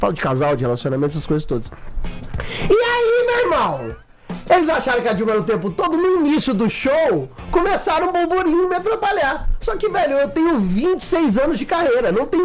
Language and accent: Portuguese; Guarani, Minas Gerais, Brazil; E eu doei tudo pra Guarani, minha cidade natal. Tem 9 mil habitantes.